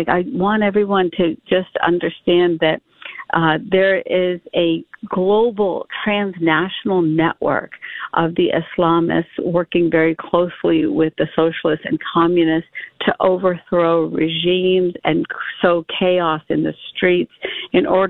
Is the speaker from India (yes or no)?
yes; India; born there; moved away; I was born in India and speak the language